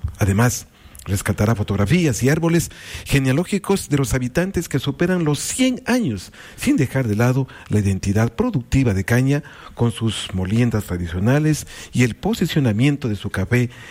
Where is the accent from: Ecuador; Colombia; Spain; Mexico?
Ecuador; estamos ya con la camisa de nuestra, la piel de nuestro querido Ecuador